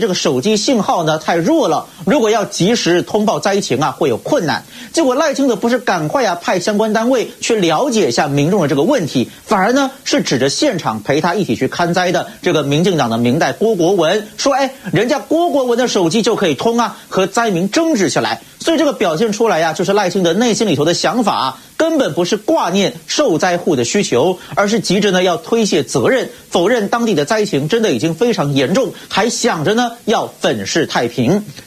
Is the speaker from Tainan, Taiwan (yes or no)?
yes; Tainan, Taiwan; 就在我的故乡啊，这个台南市的嘉里区